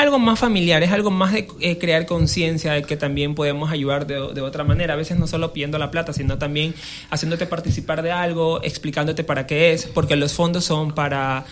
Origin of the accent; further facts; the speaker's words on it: Quevedo, Los Ríos, Ecuador; soy de Quevedo